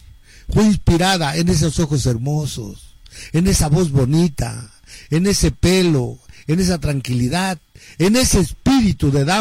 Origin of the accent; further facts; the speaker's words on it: San Pablo Villa de Mitla, Oaxaca, Mexico; Gracias acá en mi pueblo querido de San Pablo Ixtepec.